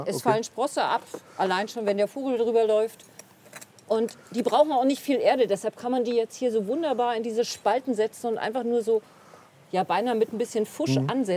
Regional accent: Hamburg, Germany; Also ich komme aus dem Hamburger Raum, nasse, matschige Winter.

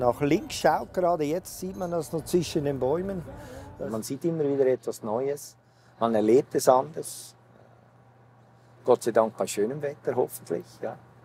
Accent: Switzerland; Ich bin sicher mehr zu Hause in den Bergen als Schweizer.

